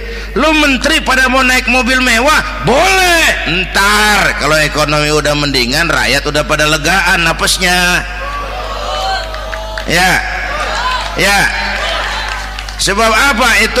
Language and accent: Indonesian; Jakarta, Indonesia; Ya, ya, ya kita Betawi, Betawi kan mah susah udah nukangin.